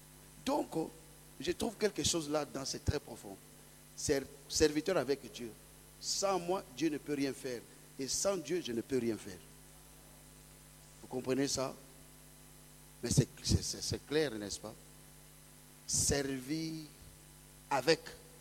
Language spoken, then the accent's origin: French; DR Congo; moi, je suis de la RDC. Mais quand je cite mon village, on va chercher dans la carte, on n'en trouvera pas. Mais je suis fier d'être né là-bas, de grandir dans cette poussière